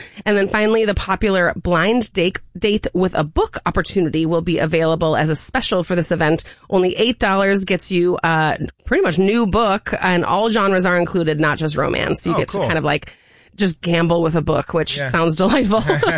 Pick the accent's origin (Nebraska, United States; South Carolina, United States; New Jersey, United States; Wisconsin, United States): Wisconsin, United States; I'm from Wisconsin.